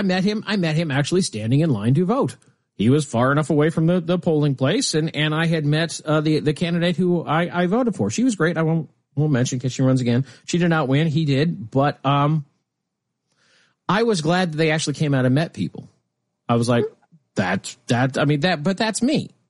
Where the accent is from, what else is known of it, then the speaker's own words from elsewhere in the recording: Lincoln, Nebraska, United States; It's Lincoln, my hometown.